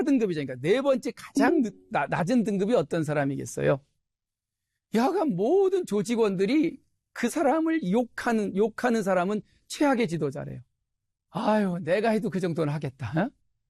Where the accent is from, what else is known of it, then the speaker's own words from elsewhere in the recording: Chungcheong, South Korea; 제가 충청도 출신인데